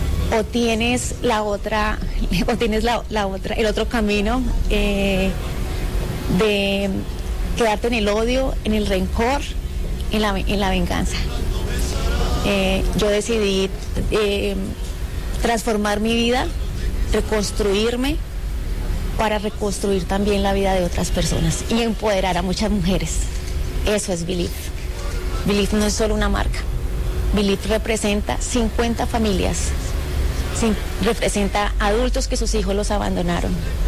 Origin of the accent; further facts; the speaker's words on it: Colombia; para mostrar la verdadera cara de lo que somos los de quiénes somos los colombianos.